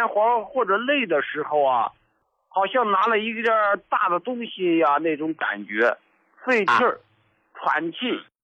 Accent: Shenyang, Liaoning, China; 我是来自辽宁沈阳的一个患者。今年58了。

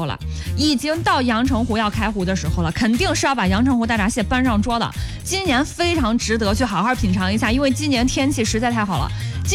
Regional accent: China; 我们中国人在吃这个方面是绝对不含糊的

